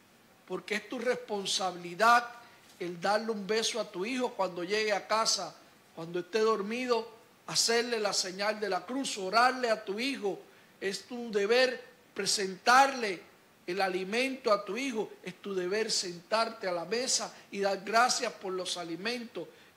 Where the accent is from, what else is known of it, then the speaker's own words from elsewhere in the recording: Cuba; Los que somos cubanos